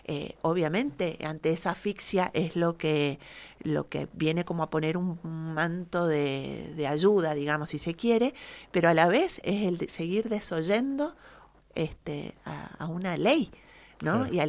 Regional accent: Argentina; nuestra historia como argentinos y argentinas

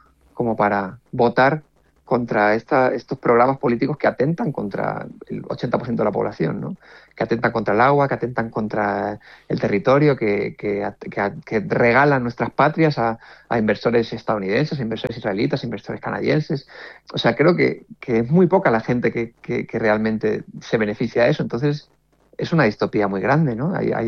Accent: Community of Madrid, Spain; para mí que nazco en las afueras de la periferia de Madrid, que con 20 años abandono por primera vez mi hogar y me vengo meses aquí con la mochila y con la guitarra

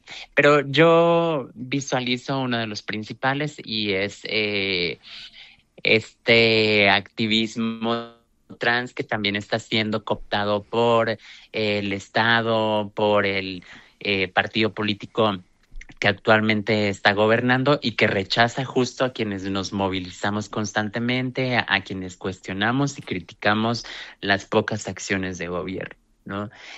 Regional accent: Mexico; el gobierno que supuestamente de izquierda tenemos acá en México

